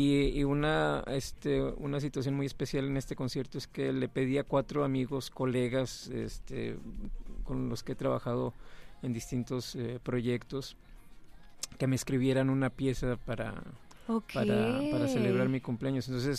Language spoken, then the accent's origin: Spanish; Monterrey, Nuevo León, Mexico; contento de estar aquí en mi ciudad natal.